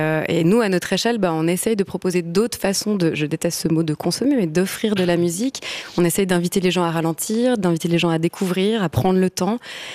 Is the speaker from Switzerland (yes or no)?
yes; Switzerland; Ah, mais vous n'êtes pas français, vous? Bah non, on est Suisse.